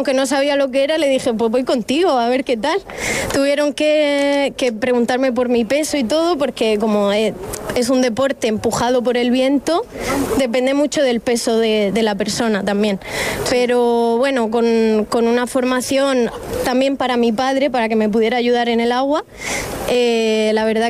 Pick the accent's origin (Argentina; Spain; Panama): Spain; Los Alcázares, Region of Murcia; Yo soy más de Los Narejos